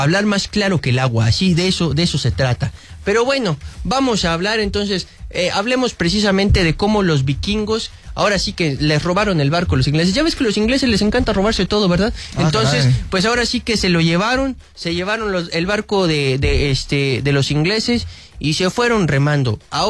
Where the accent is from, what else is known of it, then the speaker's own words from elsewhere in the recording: Mexico; no sé si somos nosotros los mexicanos los salados